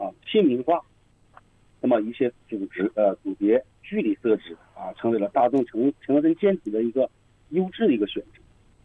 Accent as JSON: {"language": "Chinese", "country": "China", "said": "第一次金牌的获得者当然也是我们中国人王洪宁"}